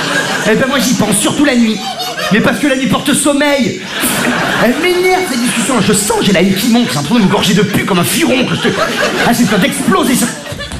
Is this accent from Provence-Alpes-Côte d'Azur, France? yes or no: yes; Provence-Alpes-Côte d'Azur, France; Oui, je viens du sud de la France, oui. Ah, je suis provençal. Ça veut dire on lave la culotte, on entend les cigales.